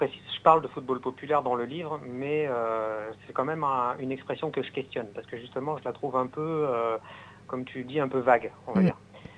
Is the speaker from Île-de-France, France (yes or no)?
no; Rennes, Brittany, France; moved away; c'est vrai que j'habite plus à Rennes, mais je suis né à Rennes, à l'Hôpital Sud. J'ai grandi à Morpa dans les années 90